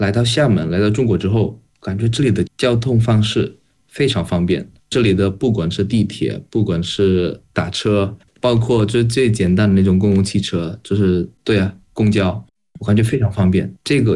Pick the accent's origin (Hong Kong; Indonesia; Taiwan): Indonesia; Jakarta; Chinese is a second language; moved away as an adult; now in Xiamen, China; 因为我是在雅加达长大，雅加达是我们印尼的前首都，已经换了